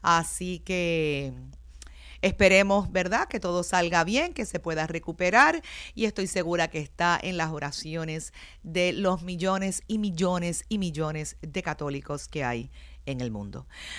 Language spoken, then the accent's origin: Spanish; Hato Rey, Puerto Rico; Yo me crié muy, muy cerca de la barriada Las Monjas. Yo me crié en Floral Park, también en Atorrey, cerquita de Las Monjas.